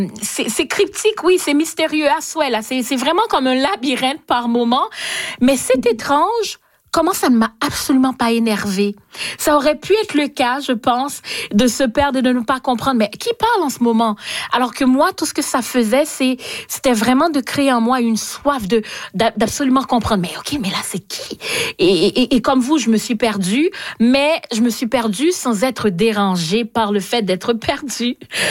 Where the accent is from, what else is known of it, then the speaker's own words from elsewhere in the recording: Haiti; parce que moi, même si je viens d'Haïti, je le connais, l'auteur